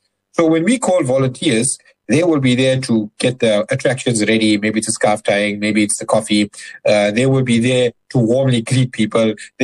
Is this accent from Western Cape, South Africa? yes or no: no; Durban, KwaZulu-Natal, South Africa; I'm from Durban